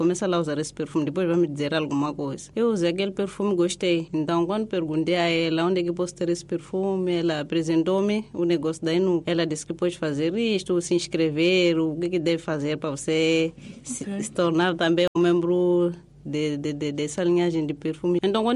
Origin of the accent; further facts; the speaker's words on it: Manjacaze, Gaza, Mozambique; Sou natural de Manjacaze.